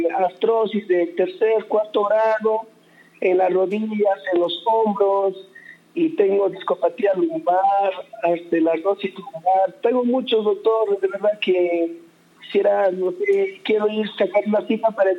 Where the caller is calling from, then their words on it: Huancayo, Junín, Peru; Qué bueno que ingresó mi llamada desde Huancayo.